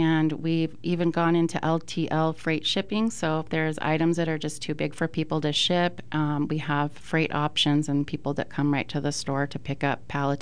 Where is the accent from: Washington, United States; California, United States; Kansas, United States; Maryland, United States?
Washington, United States; now in Arizona, United States; So I'm a native from Washington State, but I moved to Arizona in 2019.